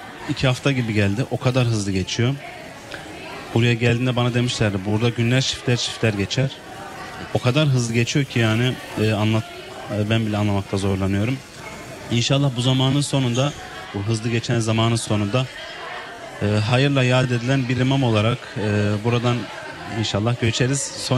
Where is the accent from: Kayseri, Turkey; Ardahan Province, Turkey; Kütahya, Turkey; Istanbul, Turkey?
Kayseri, Turkey; now in Australia; Aslen Kayserliyim. Daha Avustralya'ya geleli 2 ay oldu.